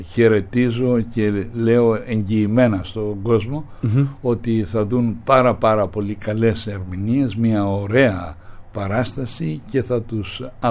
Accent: Anogeia, Crete, Greece; also born or lived in Heraklion, Greece / Chania, Greece; Εγώ είμαι κριτικός. Το χωριό μου είναι τα Νόγια και η πόλη μου είναι τα Χανιά. Στο Ηράκλειο διαμορφώθηκε ο χαρακτήρας μου, φεύγοντας από τα Νόγια 11 χρονών μέχρι τα 16-17

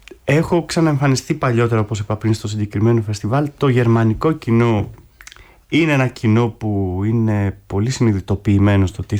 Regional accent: Greece; Εγώ ήμουν από την Ελλάδα

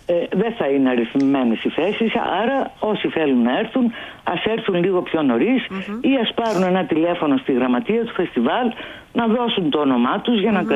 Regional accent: Ionian Islands, Greece; Το λέω ωραίο γιατί είμαι από την Κεφαλονιά, mm-hmm, και μας στείλανε κρασί από εκεί.

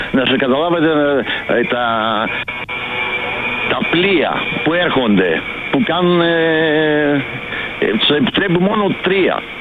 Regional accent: Epirus, Greece; εγώ στην Ήπειρο είμαι και εγώ είμαι από την Ήπειρο, ναι.

